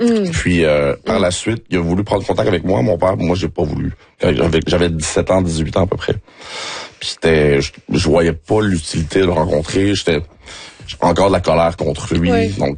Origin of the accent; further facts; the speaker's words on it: Montréal-Nord, Quebec, Canada; born there; Mais je suis né à Montréal-Nord, par exemple.